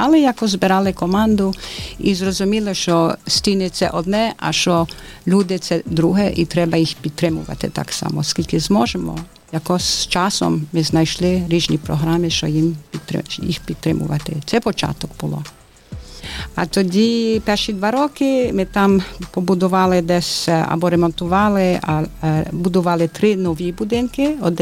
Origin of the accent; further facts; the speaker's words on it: Geneva, Switzerland; Ukrainian is a second language; moved away as an adult; now in Ivano-Frankivsk, Ukraine; Це я з Женева, Швейцарія. Це так само невелике, дуже знане, але невелике місто.